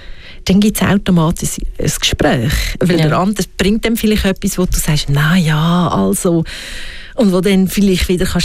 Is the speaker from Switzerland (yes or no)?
yes; Switzerland